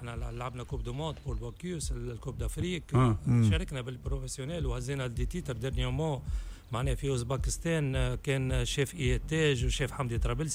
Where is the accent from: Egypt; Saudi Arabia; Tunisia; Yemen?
Tunisia; إياد من أحسن الشيفين عندنا في تونس.